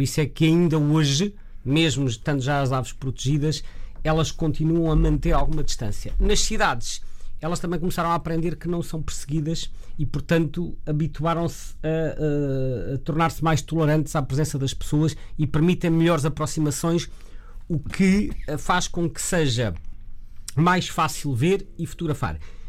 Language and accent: Portuguese; Lisbon, Portugal; eu sou natural de Lisboa, e cresci em Lisboa, e quando comecei a deixar pela observação de aves, morava em Lisboa